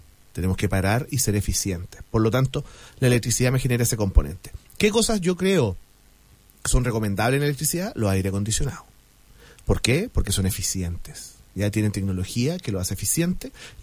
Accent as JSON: {"language": "Spanish", "town": "Concepción", "region": "Biobío", "country": "Chile", "said": "En mi casa somos todos ex de Concepción y allá no hace tanto calor, pues no hay 40 grados como acá, allá hay 30, 32."}